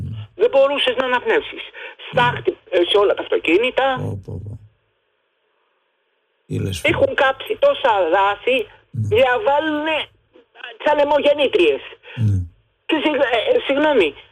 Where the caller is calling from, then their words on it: Aegina, Attica, Greece; Εγώ είμαι από την Έγινα